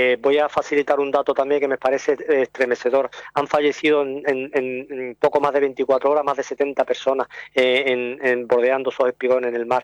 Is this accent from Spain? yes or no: yes; Ceuta, Spain; yo soy de aquí de Ceuta